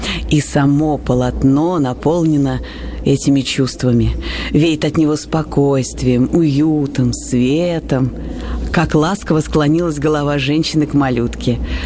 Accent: Saint Petersburg, Russia; А вот я, коренная петербурженка, к своему стыду редко здесь бываю.

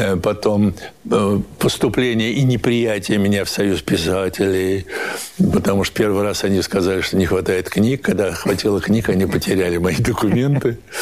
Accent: Saint Petersburg, Russia; Я бы сказал, что я коренной ленинградец.

